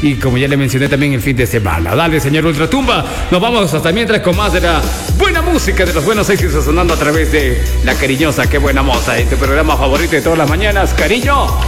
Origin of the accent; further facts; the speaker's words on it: Ecuador; somos todos los ecuatorianos